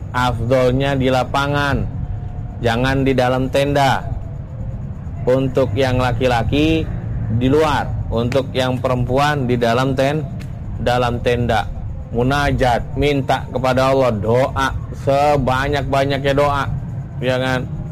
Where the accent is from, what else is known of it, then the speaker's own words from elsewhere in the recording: Indonesia; Aku wong Jawa ini.